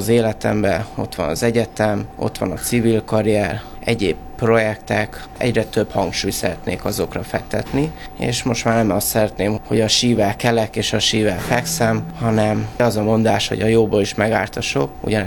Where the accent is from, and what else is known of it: Hungary